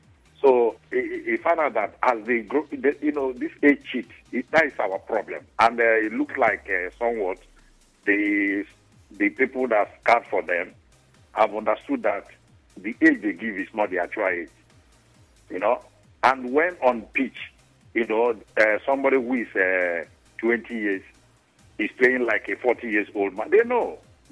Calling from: Port Harcourt, Rivers, Nigeria; I'm calling from Port Harcourt.

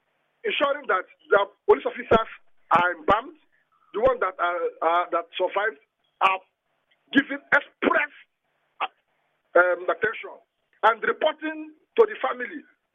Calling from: Port Harcourt, Rivers, Nigeria; I'm coming from Port Harcourt.

